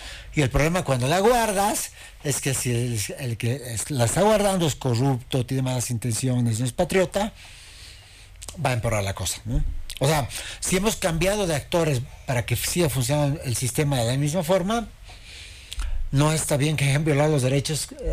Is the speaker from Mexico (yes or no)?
no; Bolivia; Ha cambiado los valores que teníamos como bolivianos.